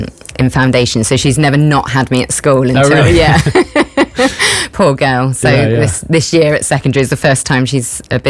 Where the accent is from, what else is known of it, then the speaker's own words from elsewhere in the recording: Totnes, South West England, United Kingdom; Yeah, so I grew up in Totnes, which is about half an hour away. Grew up there, always lived there. My family have always been from there.